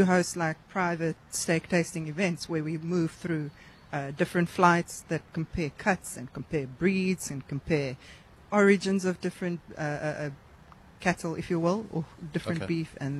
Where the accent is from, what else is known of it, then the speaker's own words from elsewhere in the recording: Pretoria, Gauteng, South Africa; moved away as an adult; now in Cape Winelands, South Africa; I'm originally from Pretoria